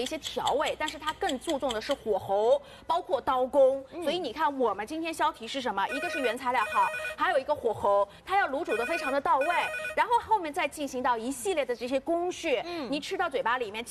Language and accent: Chinese; Shanghai, China; 对于我们上海人来说的话